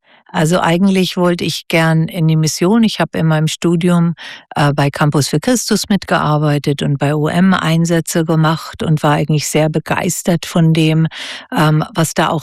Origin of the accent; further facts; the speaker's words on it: Germany; now in Switzerland; als Deutsche in der Schweiz